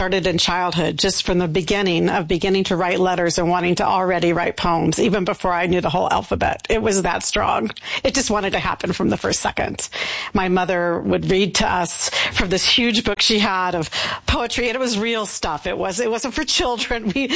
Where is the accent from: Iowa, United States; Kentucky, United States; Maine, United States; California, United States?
California, United States; also born or lived in Oregon, United States; I was born in California, as my New Mexican family had relocated to California for economic reasons. So I was born there. And while I was in high school, my family relocated to Oregon.